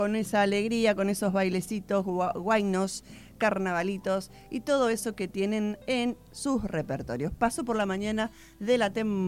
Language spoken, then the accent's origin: Spanish; San Lorenzo, Santa Fe, Argentina; porque nosotros que somos de San Lorenzo y que vivimos ahí